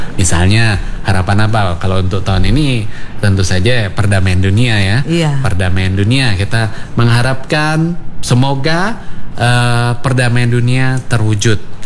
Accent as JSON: {"language": "Indonesian", "town": "Palembang", "region": "South Sumatra", "country": "Indonesia", "moved": "as an adult", "lives_now": "Manokwari, Indonesia", "said": "Saya kan asal dari Palembang."}